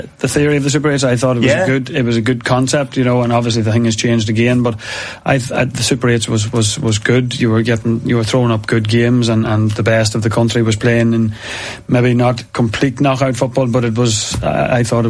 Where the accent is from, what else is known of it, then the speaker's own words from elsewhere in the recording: Monaghan, Ulster, Ireland; Yeah, well, it's as you say, I was born maybe 6 or 7 months before Monaghan won that Ulster Championship in 88.